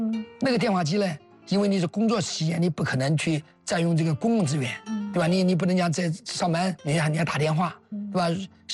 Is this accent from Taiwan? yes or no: no; Anhui, China; 我们因为当时山南的那个军红军司令是我们安徽人，嗯，安徽人了。